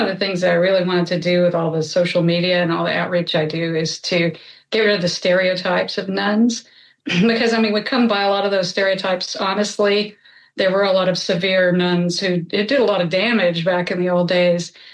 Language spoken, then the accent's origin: English; Georgia, United States; accent: Southern; And they also taught me how to speak without a Southern accent. I'm from Georgia.